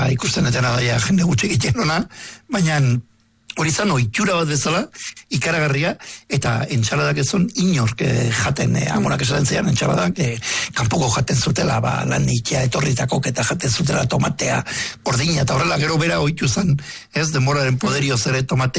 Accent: Basque Country, Spain; born or raised there

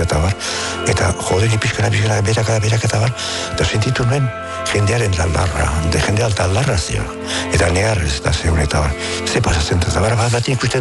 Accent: Orio, Basque Country, Spain; Bueno, ez dakit, nire herria da, nire herria nik hemen egin dut bizitza, beti hemen bizi izan du naiz

